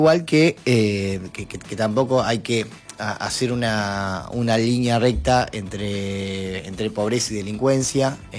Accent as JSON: {"language": "Spanish", "country": "Argentina", "said": "y somos argentinos y somos futboleros."}